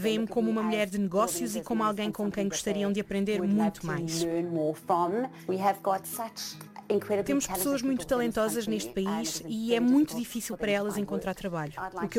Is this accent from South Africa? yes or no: yes; South Africa; Sou sul-africana de primeira geração. O meu pai é português, a minha mãe britânica.